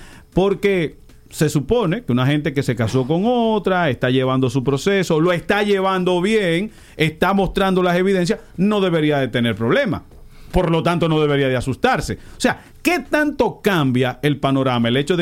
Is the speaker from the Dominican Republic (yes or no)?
yes; Dominican Republic; eso no somos los dominicanos.